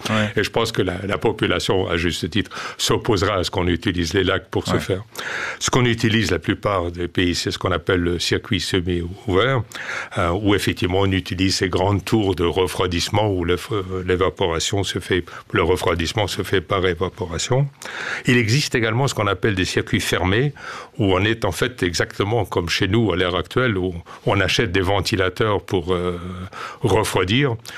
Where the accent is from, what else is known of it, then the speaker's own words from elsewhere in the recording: Switzerland; le photovoltaïque est surtout actif chez nous en Suisse. Nous avons décidé de vivre très au nord, nous les Helvètes.